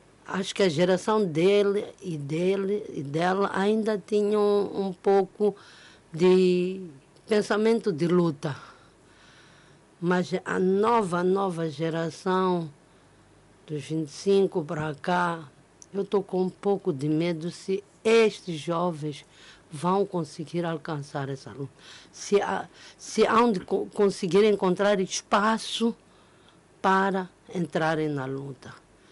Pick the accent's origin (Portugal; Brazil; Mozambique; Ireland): Mozambique; sou da sociedade civil, mas antes de ser da sociedade civil, sou moçambicana.